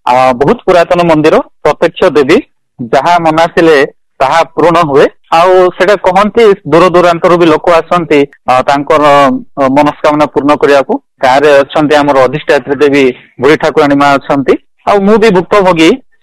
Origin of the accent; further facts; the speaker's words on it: Koraput, Odisha, India; ଯେମିତି ଆମର ଗାଁ ହଉଛି, ମୁଁ କହିଲି ଆମେ ତ ସମସ୍ତେ କୋରାପୁଟିଆ, ଆଉ କୋରାପୁଟିଆ ଚାଲିଚଳଣି ହିଁ ଚଳି ଆସିଛି ଆମ ଗାଁରେ।